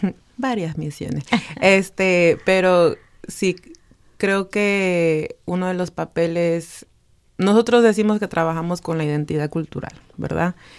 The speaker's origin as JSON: {"language": "Spanish", "town": "Chicago", "region": "Illinois", "country": "United States", "tie": "born or raised there", "said": "Más que nada crecí en Pilsen"}